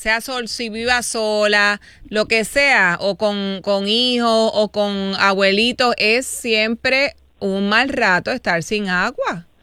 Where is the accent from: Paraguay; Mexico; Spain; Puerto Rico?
Puerto Rico; Arroyo; born there; yo soy de Arroyo. Ahí la voy en patilla. Yo, de hecho, nací en Arroyo, en Lafayette.